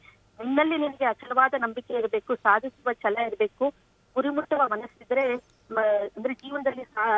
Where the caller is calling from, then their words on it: Mysore, Karnataka, India; ಮೈಸೂರಿನಿಂದ ಮಾತಾಡ್ತಾ ಇರೋದು.